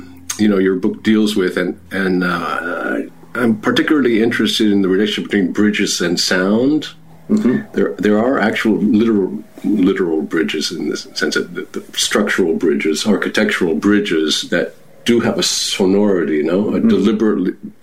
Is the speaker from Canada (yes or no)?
no; Rome, Lazio, Italy; And in fact, in our city where we grew up in Rome, there is a bridge of Ponte Milvio